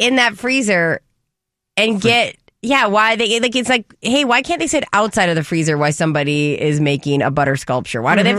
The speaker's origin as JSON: {"language": "English", "region": "North Dakota", "country": "United States", "said": "I'm from North Dakota, where we claim that we invented taco pizza. There was a time where I would talk about taco pizza here in Minnesota"}